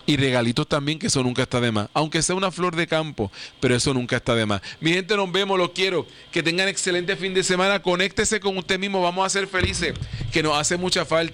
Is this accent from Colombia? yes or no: no; Puerto Rico